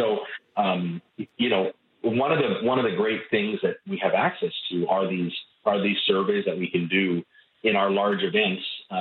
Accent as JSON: {"language": "English", "town": "Edmonton", "region": "Alberta", "country": "Canada", "moved": "yes", "said": "I'm actually originally from Edmonton"}